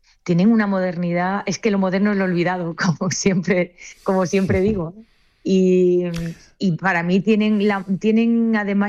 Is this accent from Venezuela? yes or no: no; Seville, Andalusia, Spain; Yo soy sevillana.